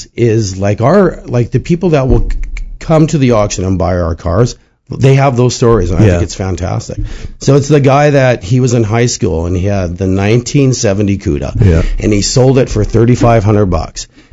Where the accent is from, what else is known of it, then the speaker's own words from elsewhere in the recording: Saskatoon, Saskatchewan, Canada; Like I remember when I grew up here in Saskatoon in the 1970s, I'd see the muscle cars everywhere.